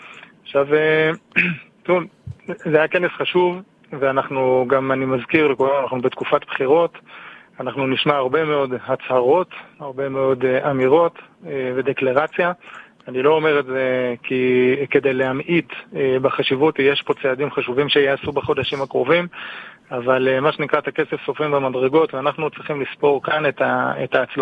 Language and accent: Hebrew; Ma'ale Adumim, West Bank, Palestine; now in Israel; אני לא גדלתי כאן בגליל, גדלתי דווקא במעלה אדומים, למדתי בבית אל, אחרי זה בעצמונה, כלומר אני מאזורים של יהודה ושומרון